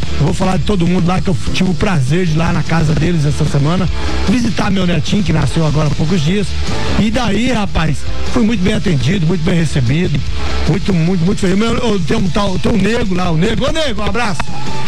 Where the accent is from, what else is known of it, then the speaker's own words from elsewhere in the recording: Fátima do Sul, Mato Grosso do Sul, Brazil; nós fomos criados juntos lá na Fátima do Sul.